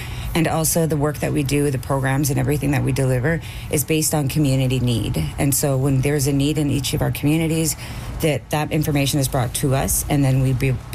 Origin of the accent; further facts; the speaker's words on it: Fort Simpson, Northwest Territories, Canada; I'm from Fort Simpson, Northwest Territories.